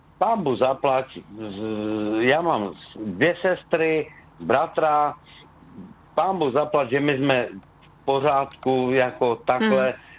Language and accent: Czech; Skotnice, Moravian-Silesian Region, Czechia; Že jsem ze Skotnice